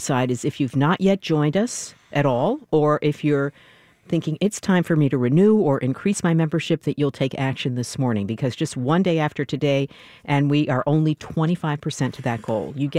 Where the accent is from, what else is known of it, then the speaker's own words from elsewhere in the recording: New York, United States; I'm from New York